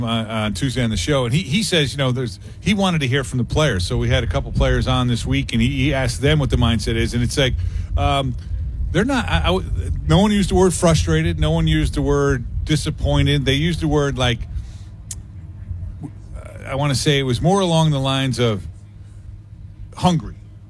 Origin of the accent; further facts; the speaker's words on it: Wethersfield, Connecticut, United States; I grew up on Westwood Drive in Weathersfield, Connecticut.